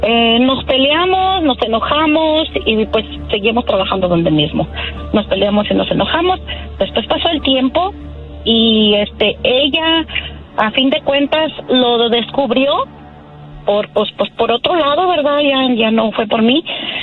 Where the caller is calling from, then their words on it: Oklahoma, United States; Desde Oklahoma